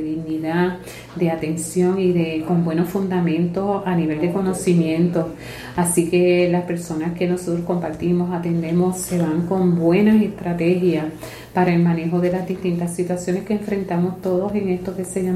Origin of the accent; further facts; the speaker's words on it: Aibonito, Puerto Rico; soy albuniteña de pura cepa.